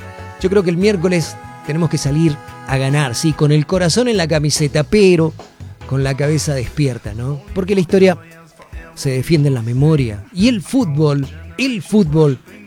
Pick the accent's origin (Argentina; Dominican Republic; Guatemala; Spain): Argentina